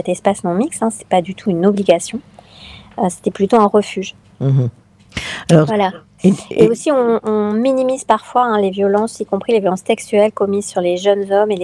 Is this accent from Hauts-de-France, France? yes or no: yes; Lille, Hauts-de-France, France; je suis lilloise, chercheuse à l'université, et que donc je ne suis pas si loin du littoral franco-britannique